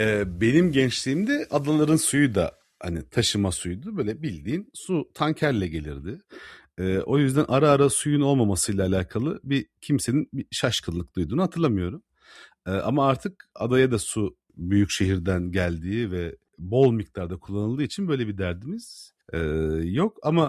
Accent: Istanbul, Turkey; İstanbulluyum dedim.

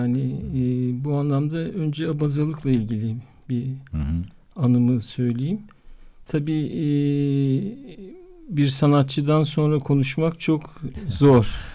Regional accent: Ankara, Turkey; Ben Ankara'da doğdum, büyüdüm.

